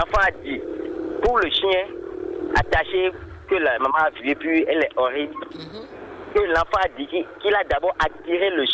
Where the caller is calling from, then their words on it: Akassato, Atlantique, Benin; je vous appelle de Akasato.